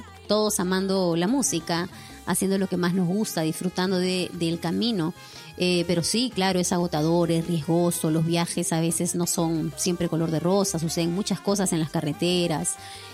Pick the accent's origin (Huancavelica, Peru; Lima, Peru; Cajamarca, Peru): Lima, Peru; Bueno, yo nací en Lima, soy limeña, mazamorrera. Soy limeñita, bueno, nací en la maternidad de Lima, así que orgullosa limeña, ¿no? Pero con la sangre ayacuchana y por parte de mi papá la sangre norteña, mi abuelo es piurano.